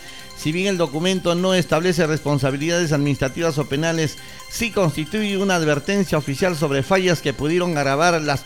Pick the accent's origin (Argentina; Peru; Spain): Peru; así somos los peruanos, muy vivos somos los peruanos para estos casos, señores.